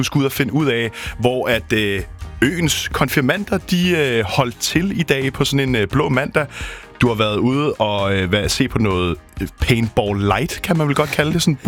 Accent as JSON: {"language": "Danish", "town": "Næstved", "region": "Zealand", "country": "Denmark", "moved": "yes", "said": "Næstved, hvor jeg er fra oprindeligt."}